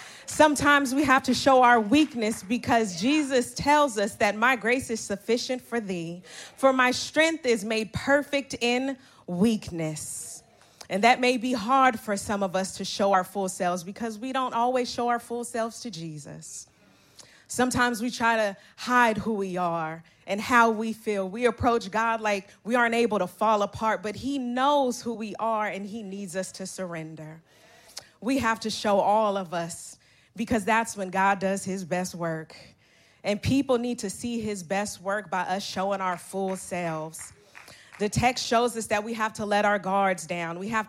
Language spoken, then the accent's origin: English; Oakland, California, United States; I'm really from Oakland. I know that if I want a hoagie from Meals on Seminary, they're closed on Sunday and they only take cash. I refuse to call it International Boulevard or East 14th.